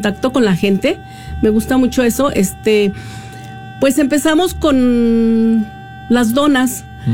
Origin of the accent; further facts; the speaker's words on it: Ciudad Manuel Doblado, Guanajuato, Mexico; Mira, yo soy de Ciudad Manuel Doblado, Guanajuato.